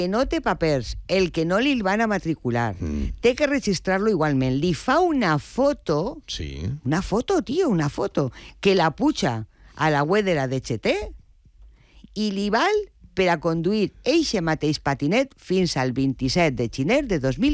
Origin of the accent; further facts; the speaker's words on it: Valencia, Valencian Community, Spain; jo sóc de Benimaclet i ahí estan los Bolea.